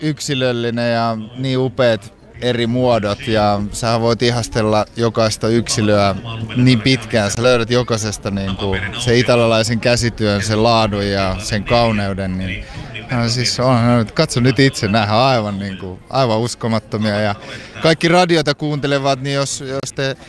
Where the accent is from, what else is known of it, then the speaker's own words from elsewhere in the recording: Savonia, Finland; now in Helsinki, Finland; Mä oon puoliksi savolainen ja puoliksi sisillelainen ja Helsingissä ja Kotkassa asustelen kyllä.